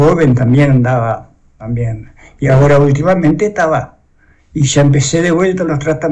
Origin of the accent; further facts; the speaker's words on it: Rivera, Uruguay; sí, soy de acá de Rivera.